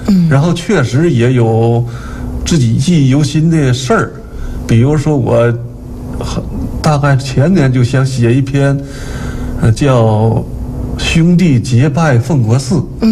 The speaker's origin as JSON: {"language": "Chinese", "town": "Jinzhou", "region": "Liaoning", "country": "China", "tie": "born or raised there", "said": "然后还有一个，就是因为自己是土生土长的锦州人嘛，那是我们老家离现在的锦州城区也就十几公里，开车现在也就是10分钟或者10多分钟就能到"}